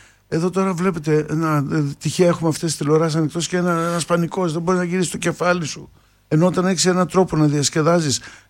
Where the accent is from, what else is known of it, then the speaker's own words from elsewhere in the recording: Greece; Εμείς σαν Έλληνες